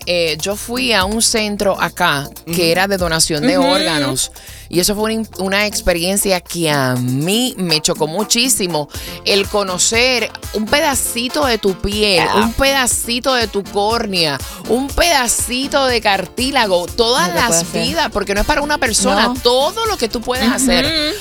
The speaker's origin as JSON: {"language": "Spanish", "country": "Puerto Rico", "said": "Yo soy de PR."}